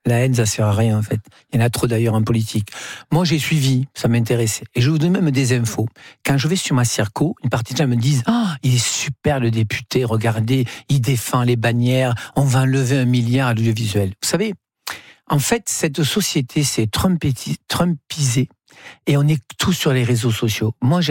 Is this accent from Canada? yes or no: no; Provence-Alpes-Côte d'Azur, France; une belle côte d'autoroute chez moi en Camargue, mesdames.